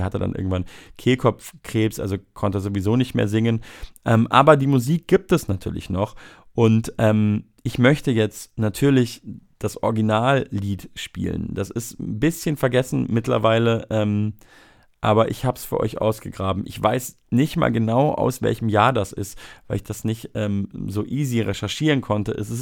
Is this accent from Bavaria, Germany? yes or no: yes; Munich, Bavaria, Germany; Ich komme aus München, bin dort aufgewachsen und sozialisiert, aus dem Viertel Schwabing.